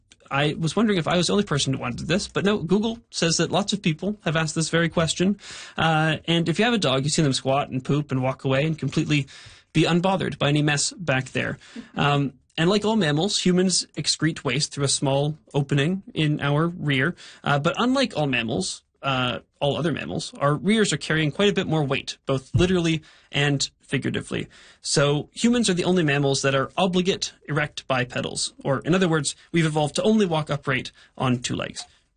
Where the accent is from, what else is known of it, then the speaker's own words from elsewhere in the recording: Hamilton, Ontario, Canada; now in Vancouver, Canada; my hometown of Hamilton.